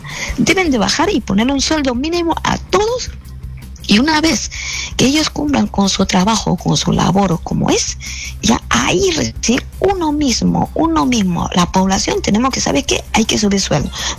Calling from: Lima, Peru

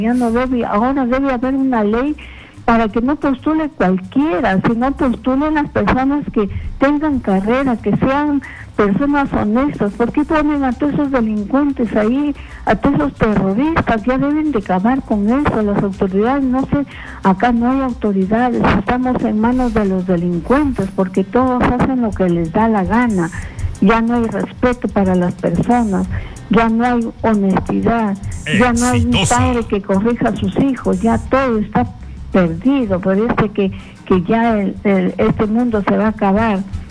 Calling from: Chiclayo, Lambayeque, Peru; Ya, yo soy de Chiclayo.

